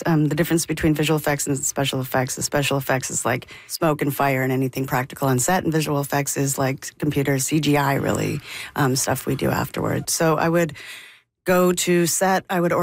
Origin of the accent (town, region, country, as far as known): Calgary, Alberta, Canada; born or raised there; also born or lived in Jasper